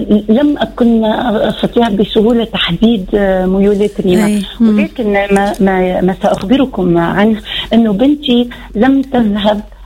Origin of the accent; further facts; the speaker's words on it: Tunisia; accent: Tunisian; moved away; قالت لي بالتونسي بلهجتنا